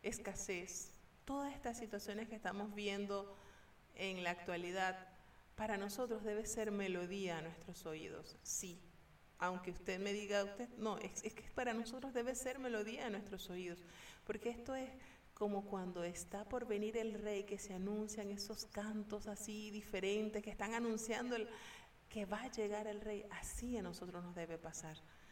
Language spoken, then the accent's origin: Spanish; Venezuela; moved away as an adult; now in Panama; yo soy venezolana. Yo tengo ya 10 años viviendo acá en Panamá, pero soy venezolana, mis padres son venezolanos, todos mis hermanos, somos 7 hermanos, los 6 hermanos están allá en Venezuela.